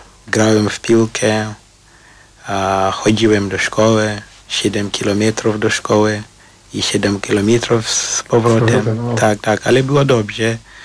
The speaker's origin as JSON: {"language": "Polish", "town": "Marondera", "region": "Mashonaland East", "country": "Zimbabwe", "tie": "born or raised there", "second_language": "Polish", "moved": "as an adult", "lives_now": "Poland", "said": "Ja urodziłem się w Zimbabwe, w Marondera. To jest taki małe miejsce, miejscowość raczej, w Zimbabwe."}